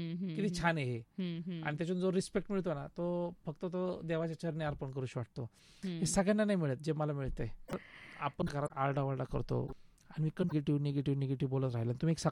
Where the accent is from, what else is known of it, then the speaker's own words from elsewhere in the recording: Ahilyanagar, Maharashtra, India; moved away; मी अहिल्या नगरचाच आहे